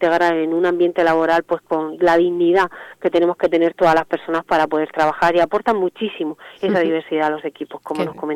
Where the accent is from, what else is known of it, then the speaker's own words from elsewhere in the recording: Region of Murcia, Spain; la región de Murcia somos muy potentes en el sector salud y en el sector de alimentación.